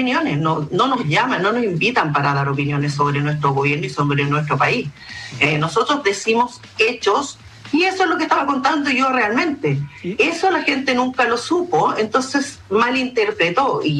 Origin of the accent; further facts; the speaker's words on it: Rapa Nui, Valparaíso, Chile; soy de Rapa Nui.